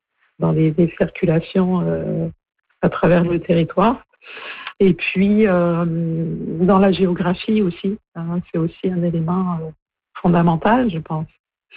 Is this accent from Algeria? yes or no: no; Brittany, France; now in Canada; quand on vient de Bretagne, c'est assez marquant.